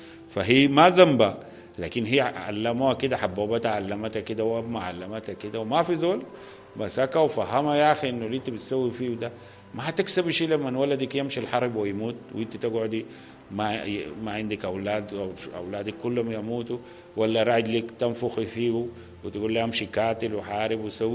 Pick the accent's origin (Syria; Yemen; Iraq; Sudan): Sudan; لنساء بلادي السودان